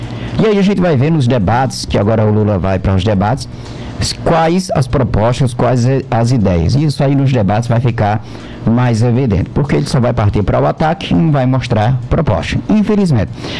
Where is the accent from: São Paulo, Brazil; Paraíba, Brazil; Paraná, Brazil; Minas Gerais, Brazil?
Paraíba, Brazil; Campina Grande; moved away; Campina Grande, tá lá na minha terra